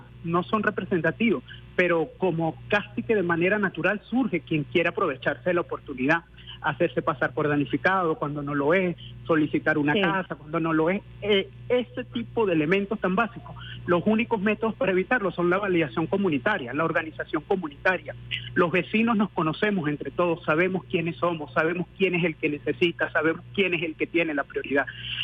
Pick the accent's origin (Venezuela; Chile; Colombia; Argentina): Venezuela; Nosotros no somos los mismos, los mismos venezolanos de antes de la crisis del año 16